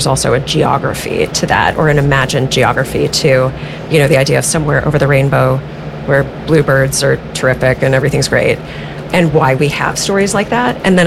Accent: Minnesota, United States; I grew up in Minnesota, but I am apparently not of Minnesota.

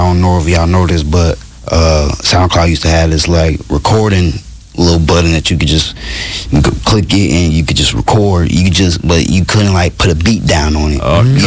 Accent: St. Paul, Minnesota, United States; that's where I was raised at. You know, moved, you know, to Minneapolis during high school. But, you know, I'm always from St. Paul, you know.

